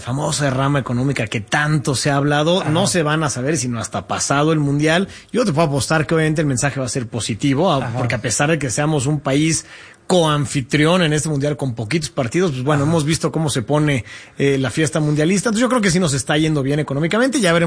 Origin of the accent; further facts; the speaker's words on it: Mexico; claro, pues que somos a todo dar los mexicanos